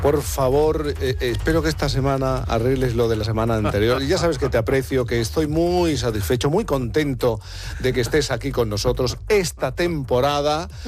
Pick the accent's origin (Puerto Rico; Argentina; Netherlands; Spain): Spain; Jerez de la Frontera, Andalusia; si soy de la provincia, si soy de Jerez, si soy de la provincia de Cádiz